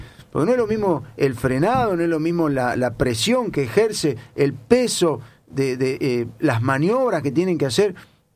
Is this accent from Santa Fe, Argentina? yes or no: yes; Tortugas, Santa Fe, Argentina; now in Rosario, Argentina; la localidad donde vive mi familia, donde yo nací, me crié, que es Tortugas